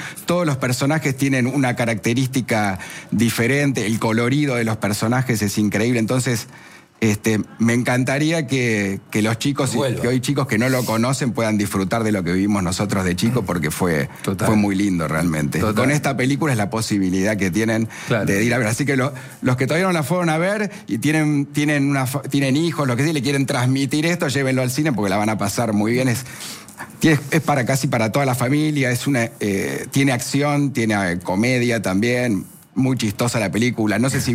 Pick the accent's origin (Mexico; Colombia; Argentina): Argentina; Burzaco, Buenos Aires Province; Somos oriundos de Bursaco, zona sur. Después nos fuimos mudando a diferentes lados.